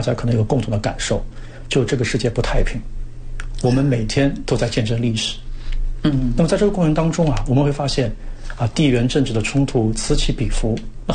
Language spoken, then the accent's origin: Chinese; China; 我们中国人以及我们中国共产党